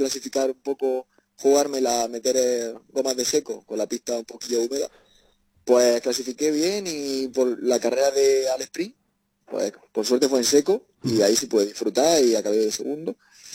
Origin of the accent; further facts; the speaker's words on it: Beas de Segura, Andalusia, Spain; del ayuntamiento de mi pueblo, de Beas de Segura